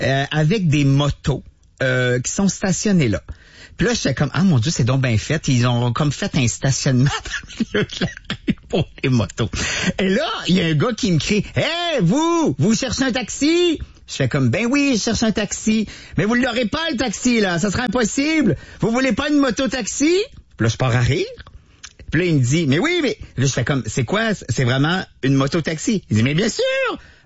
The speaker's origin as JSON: {"language": "French", "region": "Quebec", "country": "Canada", "said": "Momo, un Marocain super sympathique, qui à mon accent m'avait reconnu comme Canadien."}